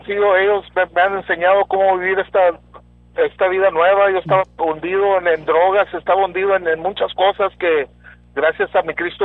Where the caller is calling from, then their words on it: Eagle Pass, Texas, United States; Soy de Eagle Pass, Texas.